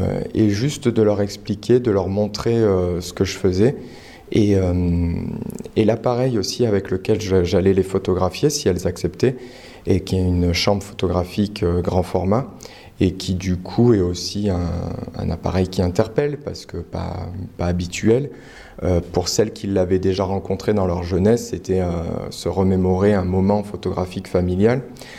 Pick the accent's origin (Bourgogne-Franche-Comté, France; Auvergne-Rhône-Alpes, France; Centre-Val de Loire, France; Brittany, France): Auvergne-Rhône-Alpes, France; moi, je suis originaire d'Ardèche, du sud de l'Ardèche, donc une ruralité, quand bien même je ne suis pas de famille paysanne, absolument pas, plutôt famille ouvrière, mais étant jeune à la campagne, j'ai travaillé dans les champs, les vendanges